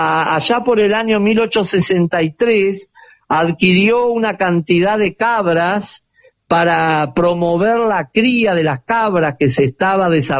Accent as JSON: {"language": "Spanish", "country": "Uruguay", "said": "lo que somos todos los uruguayos"}